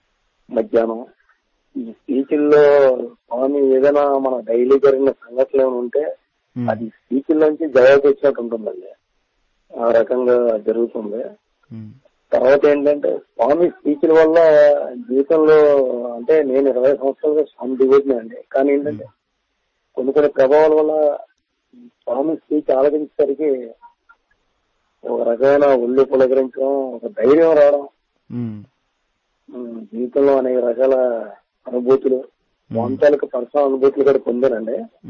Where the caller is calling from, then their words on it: Visakhapatnam, Andhra Pradesh, India; నేను విశాఖపట్నం మద్రిగాం నుంచి మాట్లాడుతున్నానండి.